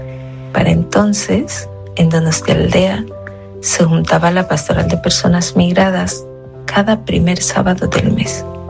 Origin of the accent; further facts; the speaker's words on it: Honduras; moved away as an adult; now in San Sebastián, Spain; hondureña.